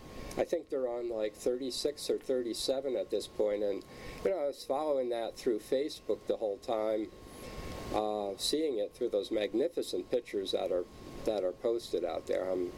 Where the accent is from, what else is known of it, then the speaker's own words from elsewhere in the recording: United States; moved away; as an American